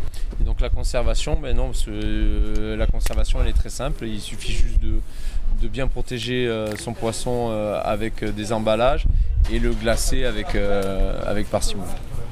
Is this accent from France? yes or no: yes; Bordeaux, Nouvelle-Aquitaine, France; Je suis originaire de Bordeaux et donc depuis 26 ans, tous les jeudis, je viens à Hoche pour faire le marché.